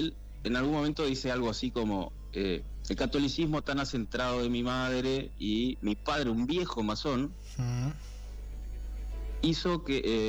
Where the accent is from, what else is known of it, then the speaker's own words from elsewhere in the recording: Rivera, Uruguay; yo soy del interior, soy de Rivera, y entonces esta temática de lo rural también de cierta manera me interpela